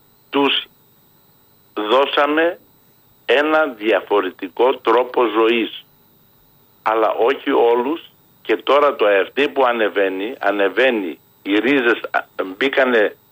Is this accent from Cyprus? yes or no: no; Germany; Εγώ τον εαυτό μου τον θεωρώ όχι σαν Γερμανό, αλλά σαν κάτοικο της περιοχής μου εδώ. Γιατί εδώ μεγάλωσα. Δεν είμαι Γερμανός, αλλά είμαι κάτοικος της περιοχής.